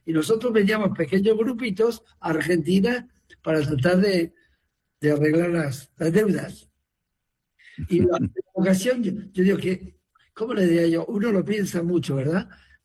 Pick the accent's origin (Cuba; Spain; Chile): Spain; Castrillo de Villavega, Castile and León; moved away; Mi pueblo es Castrillo de Villavega, al lado de Carrión de los Condes.